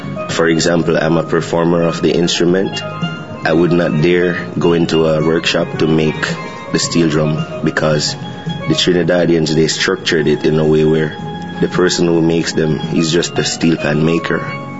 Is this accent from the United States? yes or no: no; Jamaica; I am from Jamaica and reggae music is in my blood